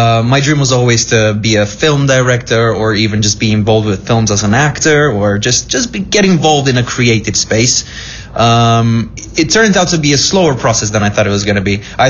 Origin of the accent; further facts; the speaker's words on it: Cluj-Napoca, Cluj County, Romania; English is a second language; moved away as an adult; I've been in the same hometown. It's called Cluj, where I'm from. And I've been there for so long, and I knew so many people.